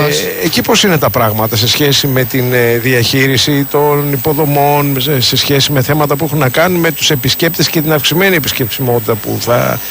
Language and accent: Greek; Corfu, Ionian Islands, Greece; είμαι από την Κέρκυρα